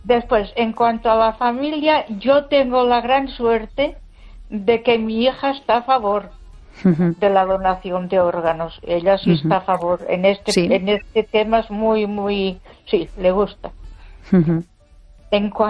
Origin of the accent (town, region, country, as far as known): Ponferrada, Castile and León, Spain